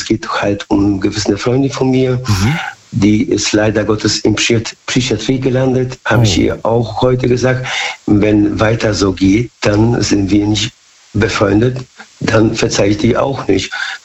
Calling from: Bad Godesberg, North Rhine-Westphalia, Germany; Aus Bad Godesberg. Haben wir schon gesprochen.

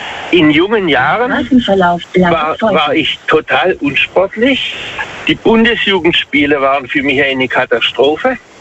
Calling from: Waghäusel, Baden-Württemberg, Germany; Also ich komme aus Waghäusel.

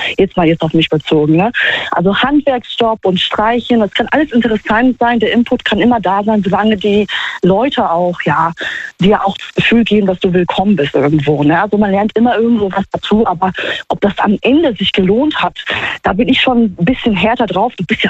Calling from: Trier, Rhineland-Palatinate, Germany; Hier, Trier.

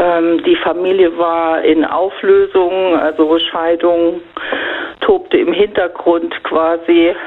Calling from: Rhineland-Palatinate, Germany; Ja, RPR Einzugsgebiet Rheinland-Pfalz.

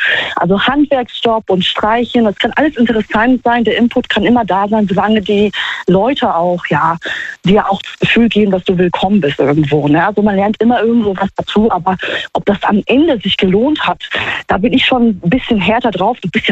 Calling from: Trier, Rhineland-Palatinate, Germany

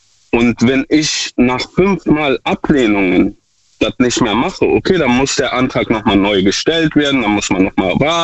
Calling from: Duisburg, North Rhine-Westphalia, Germany; Ich komme aus Duisburg.

